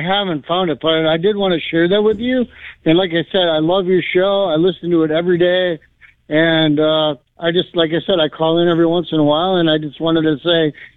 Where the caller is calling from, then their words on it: Wisconsin, United States; from Wisconsin.